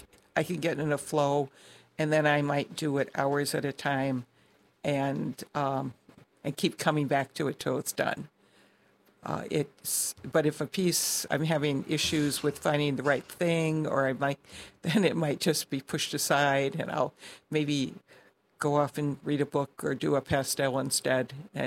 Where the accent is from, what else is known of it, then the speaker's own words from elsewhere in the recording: Chicago, Illinois, United States; When I was growing up in Chicago